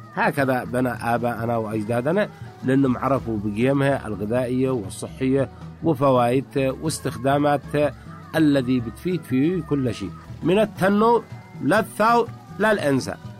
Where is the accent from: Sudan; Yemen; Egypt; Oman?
Yemen; عندنا في اليمن